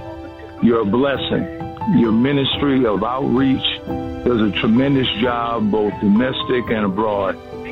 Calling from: Tecumseh, Ontario, Canada; I'm calling from Tecumseh, Ontario, Canada.

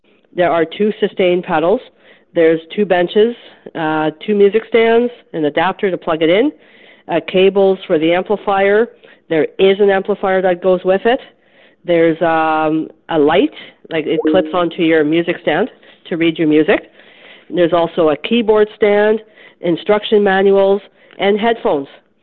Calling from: Dauphin, Manitoba, Canada

